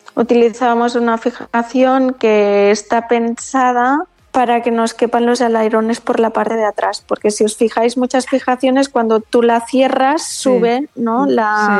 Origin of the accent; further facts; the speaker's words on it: Pyrenees, Spain; yo soy del Pirineo